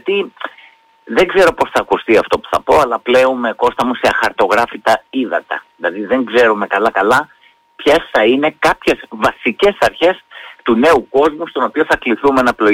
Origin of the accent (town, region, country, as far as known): Heraklion, Crete, Greece; born or raised there; moved away